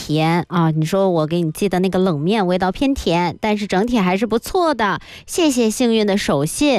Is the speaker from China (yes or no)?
yes; Northeast China, China; now in Guangdong, China; 感觉感觉这个我们东北老家的口味